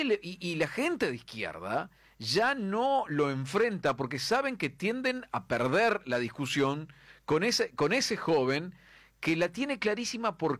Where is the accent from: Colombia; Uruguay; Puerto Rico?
Uruguay